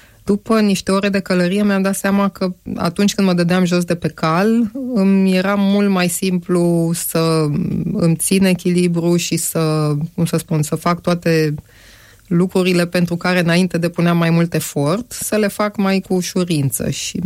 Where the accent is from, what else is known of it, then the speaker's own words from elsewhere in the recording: Bucharest, Romania; Da, m-am născut și am crescut în București.